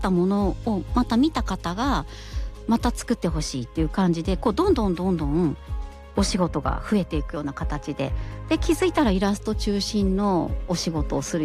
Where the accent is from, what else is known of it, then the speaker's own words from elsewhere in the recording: Fukushima, Japan; 出身は福島県です。